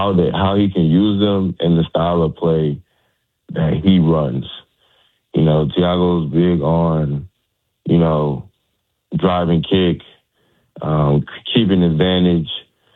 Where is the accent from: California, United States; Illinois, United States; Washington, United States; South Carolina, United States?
Illinois, United States; Chicago; I grew up in Chicago